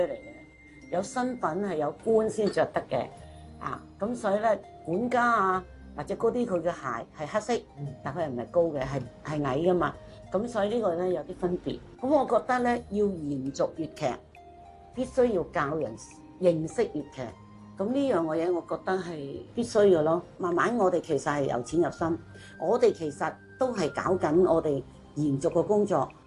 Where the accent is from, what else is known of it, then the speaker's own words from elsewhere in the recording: Macau; 我呢就是澳门啦，土生土长的，咁但系咧就系我系佛山人